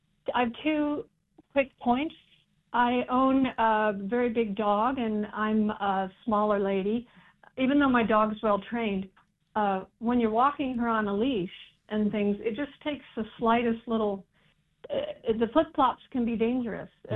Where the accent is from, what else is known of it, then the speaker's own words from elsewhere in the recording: California, United States; now in Princeton, United States; I'm a native Californian who grew up in flip-flops.